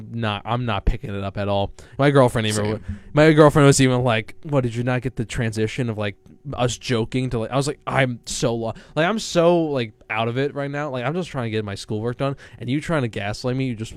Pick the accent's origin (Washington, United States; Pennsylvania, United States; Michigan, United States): Pennsylvania, United States; And so, and then you go to around my hometown, and there's like nothing for like 40 minutes. The closest thing is Reading.